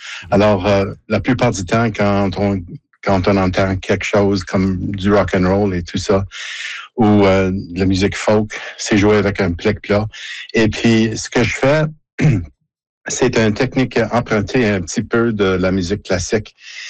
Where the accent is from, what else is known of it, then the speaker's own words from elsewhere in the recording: Montreal, Quebec, Canada; Oui, alors j'ai grandi à Montréal et quand j'étais jeune, la musique soul et funk était très, très populaire à Montréal.